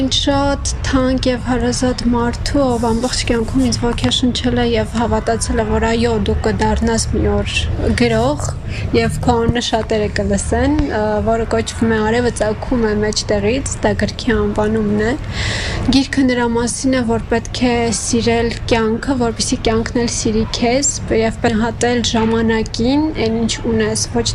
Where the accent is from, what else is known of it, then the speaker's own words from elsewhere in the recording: Stepanakert, Nagorno-Karabakh, Azerbaijan; մասնագիտությամբ գրող, երգահան, դերասան։ Ծնվել եմ քաղաք Ստեփանակերտում, Գողթրիկ Արցախում, ամբողջ կյանքս անց եմ կանչել հենց Ստեփանակերտում